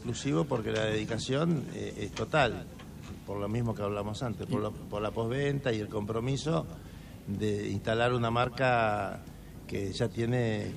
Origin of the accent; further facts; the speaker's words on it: Winifreda, La Pampa, Argentina; born there; also born or lived in Eduardo Castex; now in Trenque Lauquen, Argentina; yo nací en Winifreda, después me fui a Castex, compré la casa Calandri.